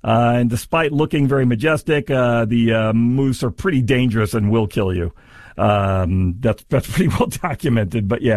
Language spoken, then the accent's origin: English; California, United States; I was born in California. I'm from California.